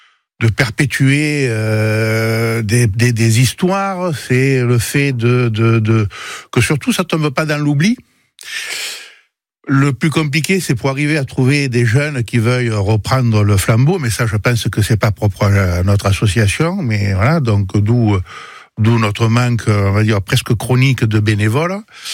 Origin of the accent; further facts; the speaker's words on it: Villeneuve-lès-Avignon, Occitanie, France; moved away; je suis originaire du Gard, plus exactement Villeneuve-les-Avignon, là où je suis né.